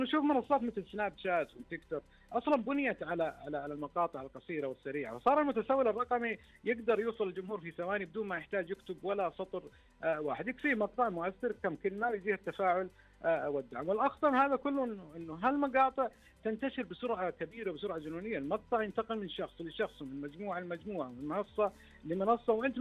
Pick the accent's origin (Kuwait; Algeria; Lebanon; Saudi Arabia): Saudi Arabia; الطيبة والرحمة اللي فينا إحنا كمجتمع سعودي